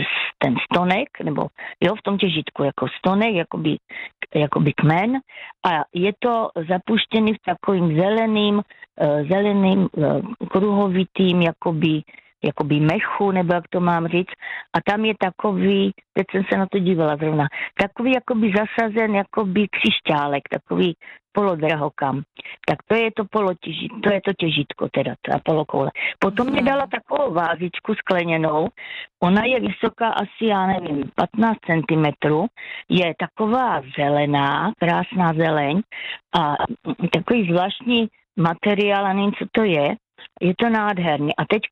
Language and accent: Czech; Olomouc, Olomouc Region, Czechia; Ano, já jsem z Olomouce Radíkov